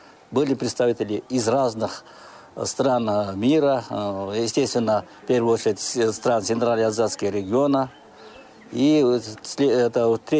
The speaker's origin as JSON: {"language": "Russian", "region": "Bishkek", "country": "Kyrgyzstan", "said": "Я приехал из Кыргызстана, Кыргызской республики, из города Бишкек."}